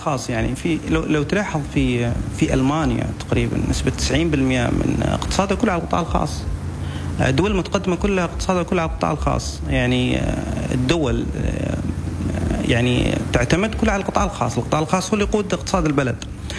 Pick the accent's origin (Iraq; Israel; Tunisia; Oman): Oman